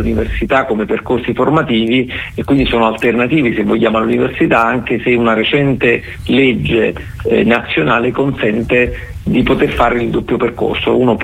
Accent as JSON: {"language": "Italian", "town": "Naples", "region": "Campania", "country": "Italy", "accent": "Neapolitan", "said": "Io sono di origini napoletane, come probabilmente si potrebbe diciamo, si potrà sentire dal mio accento"}